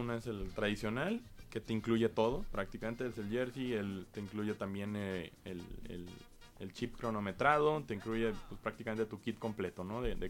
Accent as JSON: {"language": "Spanish", "country": "Mexico"}